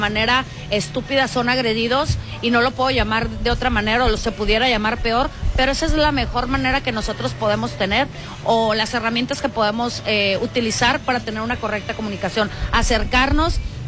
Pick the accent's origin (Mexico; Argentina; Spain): Mexico; como buenos mexicanos a veces concluimos